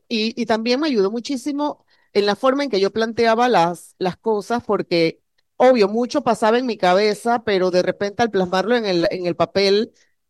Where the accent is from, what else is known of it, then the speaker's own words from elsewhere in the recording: Panama; born there; accent: Cuban; mi crianza, aunque yo nací en Panamá, mi crianza de mi casa fue muy cubana. O sea, fue muy cubana en costumbres, en amistades, en gente que iba a mi casa.